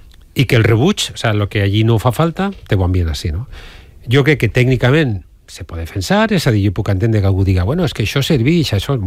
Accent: Alzira, Valencian Community, Spain; Jo soc d'Alzira, jo conec molta gent d'Alzira que ve en les rodalies

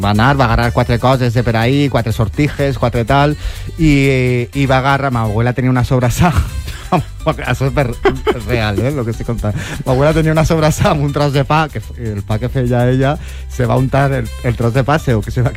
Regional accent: Calp, Valencian Community, Spain; also born or lived in Benissa; jo sóc de Calp

